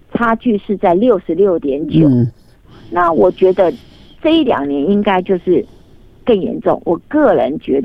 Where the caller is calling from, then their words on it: Taiwan; 对我们台湾人未必会是